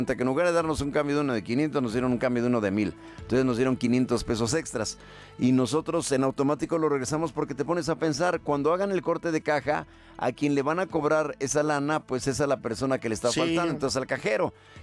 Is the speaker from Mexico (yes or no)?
yes; Guadalajara, Jalisco, Mexico; Yo soy de Guadalajara, entonces dije, si es una taquería a la que yo acudí